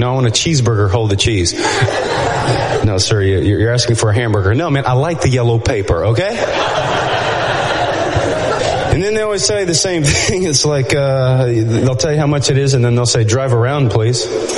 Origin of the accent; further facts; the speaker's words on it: Nashville, Tennessee, United States